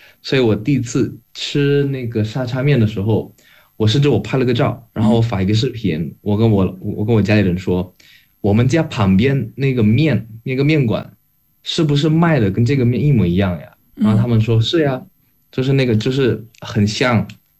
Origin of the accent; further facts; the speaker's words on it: Indonesia; Chinese is a second language; now in Xiamen, China; 就是对我，对一个印尼留学生来说，有一种归属感，因为毕竟我也是华裔，所以我在家里也有一些，就是跟中国有关的一些文化，还有习俗习惯。